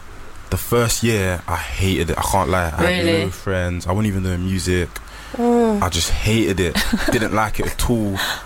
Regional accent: London, United Kingdom; moved away; I thought I was the man when I moved. I thought I was the man. I was thinking, what? I'm from London.

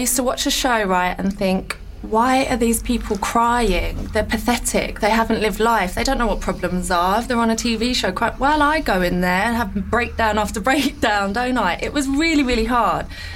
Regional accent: Ireland; I'm Irish

